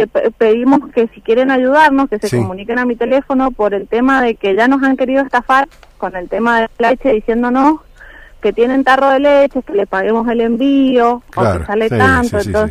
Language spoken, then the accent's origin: Spanish; San Martín, Mendoza, Argentina; No, yo soy de acá, de San Martín.